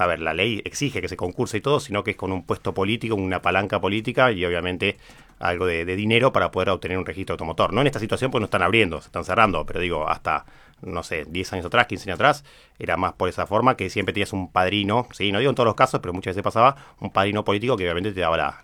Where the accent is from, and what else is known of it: Argentina